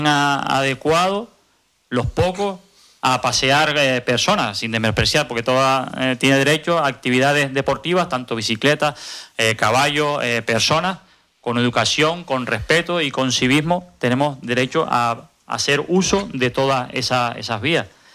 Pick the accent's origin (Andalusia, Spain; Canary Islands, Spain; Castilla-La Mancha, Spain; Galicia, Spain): Canary Islands, Spain; Albarda; Por suerte, vengo de Albarda. ¿Qué quiere decir esto? Pues que desde niño, el vehículo de transporte que se utilizaba en mi casa eran las bestias, ¿sabes?